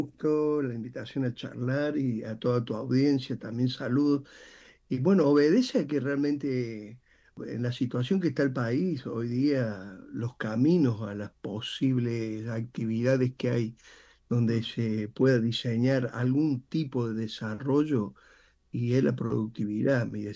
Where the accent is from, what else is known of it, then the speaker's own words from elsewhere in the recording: Unquillo, Córdoba, Argentina; Yo soy de Unquillo, de las Sierras Chicas.